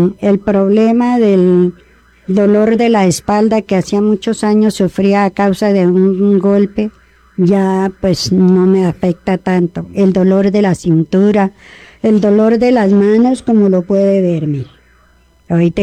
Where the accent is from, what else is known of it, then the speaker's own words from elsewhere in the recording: Zetaquira, Boyacá, Colombia; now in Tunja, Colombia; Yo soy de Zetaquira, Boyacá.